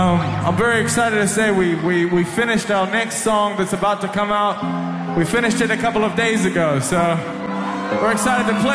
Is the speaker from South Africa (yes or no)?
no; New Zealand; We're from a long way away, we're from New Zealand